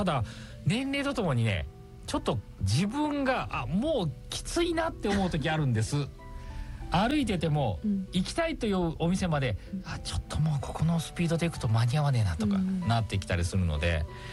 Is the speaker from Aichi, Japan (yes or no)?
yes; Nishio, Aichi, Japan; 私愛知県西尾市の西尾高校出身なんですけど